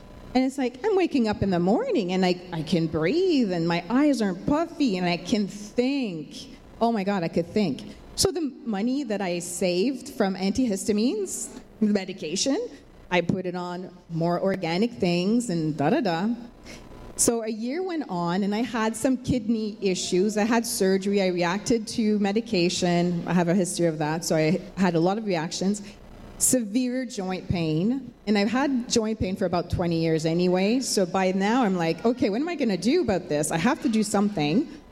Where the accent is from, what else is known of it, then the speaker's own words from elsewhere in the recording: Montreal, Quebec, Canada; also born or lived in Ontario; now in Vancouver, Canada; I'm originally from Montreal. I lived in Ontario and now I live in Vancouver. Let's just say I'm Canadian.